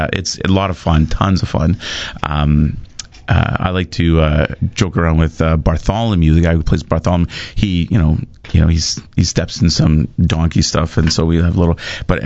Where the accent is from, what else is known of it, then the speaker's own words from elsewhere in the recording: Winnipeg, Manitoba, Canada; although I come from Winnipeg, the reason this is an easy trip